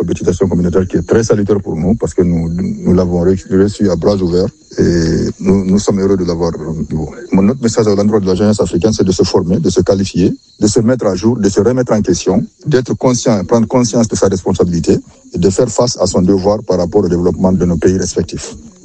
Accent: Labé, Labé Region, Guinea; je suis guinéen, je viens de la ville de l'Abbé, précisément la sous-préfecture de Diari.

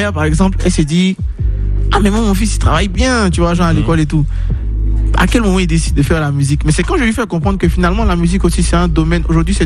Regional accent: Bingerville, Abidjan, Côte d’Ivoire; Je viens de Benjerville, ouais. Mais je suis Atier, genre mon ethnie.

